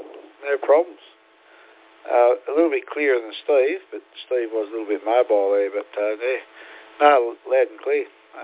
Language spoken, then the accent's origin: English; New South Wales, Australia; moved away as an adult; now in Cloncurry, Australia; So, I'm originally from New South Wales, northern New South Wales.